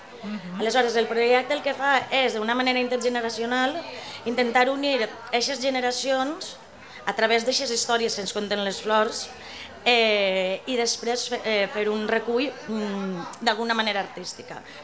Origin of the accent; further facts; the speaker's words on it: Oliva, Valencian Community, Spain; now in Pego, Spain; d'oliva, que és el meu poble, i el meu poble adoptiu, que és Pego, on estic super a gust